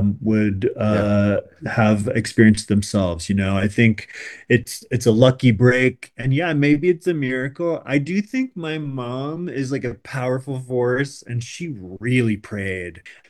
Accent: United States; I experienced being an American as a gay American

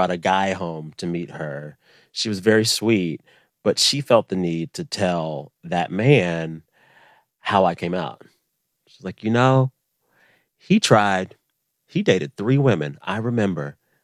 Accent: Texas, United States; I had folks in my life growing up in South Texas, very religious.

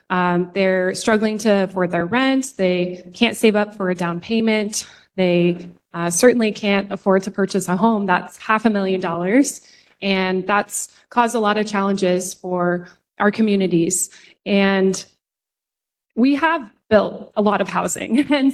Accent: Middleton, United States; I'm from Middleton. I grew up surrounded by farm fields. Those farm fields are now suburban neighborhoods.

